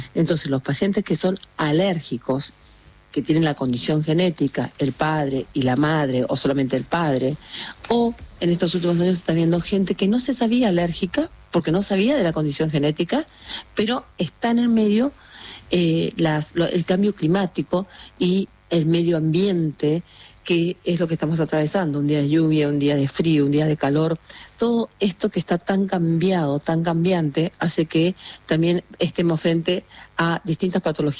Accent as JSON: {"language": "Spanish", "town": "Bellavista", "region": "Corrientes", "country": "Argentina", "tie": "born or raised there", "lives_now": "Buenos Aires, Argentina", "said": "Yo estoy, en realidad es ciudad, yo le digo pueblo, pero es ciudad. Yo estoy en Bellavista, Corrientes, ocasionalmente, pero Trabajo en Buenos Aires, obvio."}